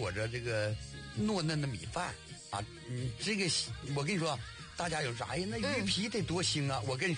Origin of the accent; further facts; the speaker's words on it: China; 我们中国人